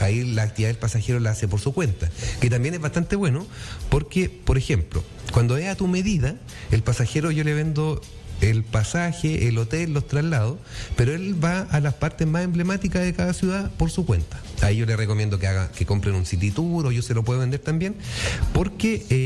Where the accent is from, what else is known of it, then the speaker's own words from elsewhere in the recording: Chile; nosotros como chilenos